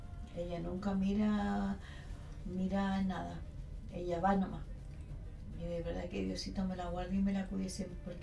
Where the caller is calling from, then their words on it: Melinka, Aysén, Chile; Yo estoy acá en Melinca